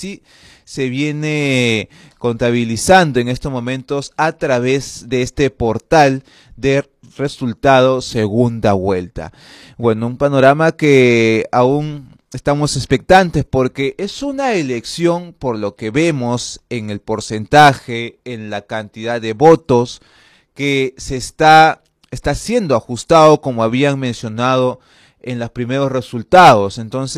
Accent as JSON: {"language": "Spanish", "country": "Peru", "said": "como toda peruana y peruano"}